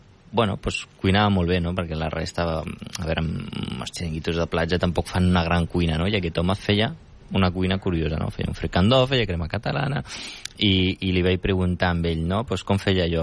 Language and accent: Catalan; Rif, Morocco; Catalan is a second language; Jo sóc del Rif, que també és un altre idioma que es parla allà, a la zona del Rif, que no té res a veure amb l'àrab, que a vegades la gent ho confon, i és totalment diferent. De fet, ma mare només parla el bereber